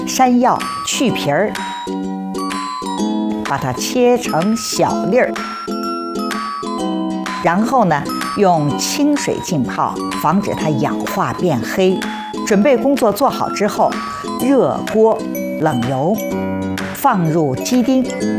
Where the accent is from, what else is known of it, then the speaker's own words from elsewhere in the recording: Shanghai, China; 色彩搭配好了，这个菜的我们上海人叫啥马香